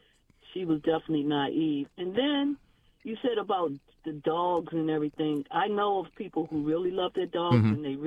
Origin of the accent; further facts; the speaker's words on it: United States; born there; I was born in America.